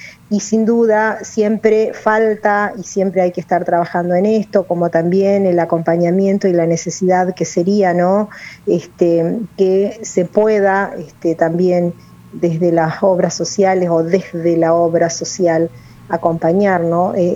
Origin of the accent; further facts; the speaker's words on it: San José de Feliciano, Entre Ríos, Argentina; soy de San José de Feliciano, que es una localidad en la que sin dudas hay enormes problemáticas, como en todas las ciudades